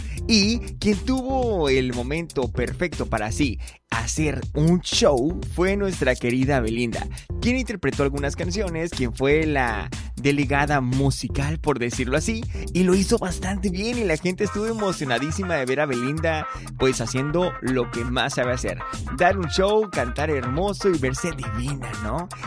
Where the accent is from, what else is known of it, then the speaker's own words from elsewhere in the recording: Mexico; Ya como mexicanos